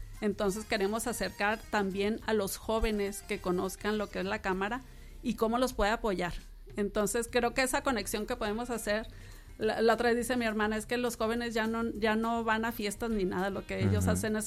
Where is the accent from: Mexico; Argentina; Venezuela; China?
Mexico; Y como buenos mexicanos, pues festejando.